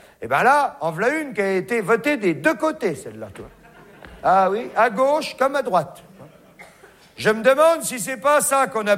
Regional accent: France; chez nous, en France

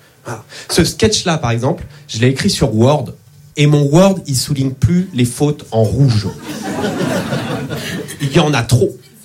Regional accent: Nantes, Pays de la Loire, France; je suis nantais et dyslexique, voilà.

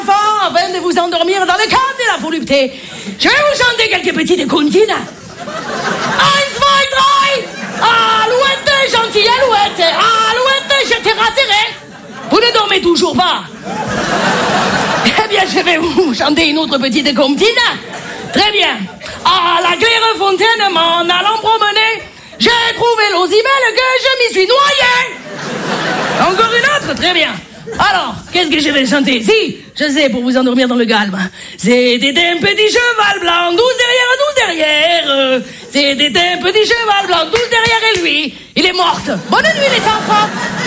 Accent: Marseille, Provence-Alpes-Côte d'Azur, France; Je m'y connais en accent, je suis marseillaise.

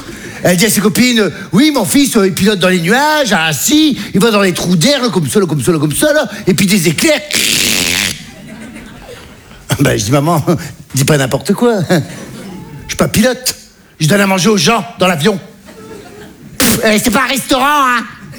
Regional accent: Hauts-de-France, France; Parce que moi, j'ai un petit village du Nord, là, là-haut, là, tu sais, à la frontière belge. Là où on fait des courses de tracteurs, là où on fait des concours à la bière

